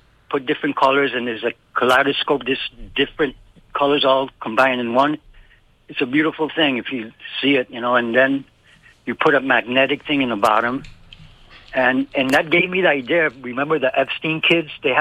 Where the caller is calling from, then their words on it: U.S. Virgin Islands; first time caller from St. Thomas.